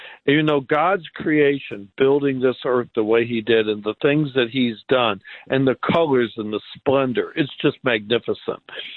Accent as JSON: {"language": "English", "town": "Sandusky", "region": "Ohio", "country": "United States", "tie": "born or raised there", "also_born_or_lived": "Bowling Green, Ohio", "lives_now": "Catawba Island, United States", "said": "Yes, I was born in Bowling Green. My father was on his GI Bill after the Korean War. He's a Korean War veteran. And then I grew up in Sandusky, Ohio, which is Cedar Point. And now I live on Catawba Island, which is Ottawa County."}